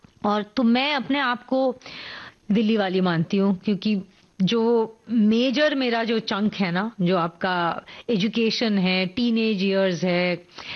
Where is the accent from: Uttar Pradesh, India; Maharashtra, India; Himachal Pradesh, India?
Maharashtra, India; Pune; born there; मैं एक्चुअली पुणे में पैदा हुई थी